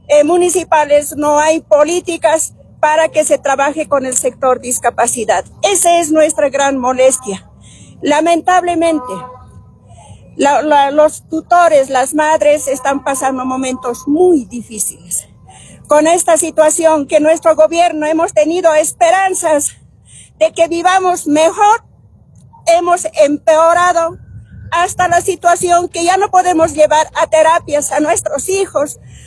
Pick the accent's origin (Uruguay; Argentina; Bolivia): Bolivia; Nosotras, las personas con discapacidad, también somos bolivianos, también somos ciudadanos